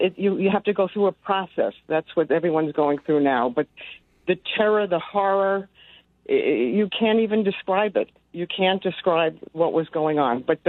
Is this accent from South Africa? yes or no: no; United States; I mean, I was born and raised in the States, so I am far from a military person.